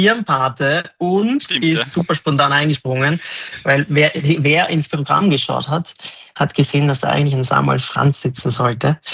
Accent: Austria; Wir sind beide Österreicher

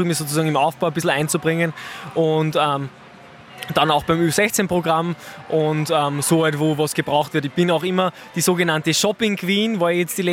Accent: Upper Austria, Austria; also born or lived in Kremsmünster; Ja, man könnte sagen Kremsmünsterer, weil ich hier maturiert habe und auch zur Schule gegangen bin. Also meine schulische und geistliche Heimat sozusagen, aber ich komme eigentlich aus dem Nachbarort.

